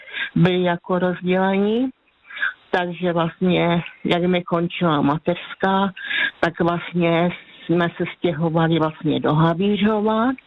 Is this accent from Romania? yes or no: no; Považie, Slovakia; now in Czech Republic; No, protože prostě já jsem z Vážska, tam je zase jiná nářečí